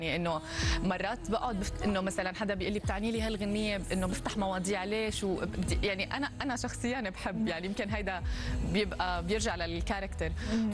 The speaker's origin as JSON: {"language": "Arabic", "country": "Syria", "tie": "born there", "said": "مسقط راسي اوضاعتي بسوريا الملكيه"}